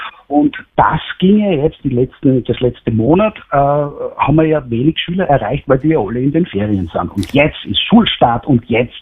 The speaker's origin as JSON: {"language": "German", "region": "Styria", "country": "Austria"}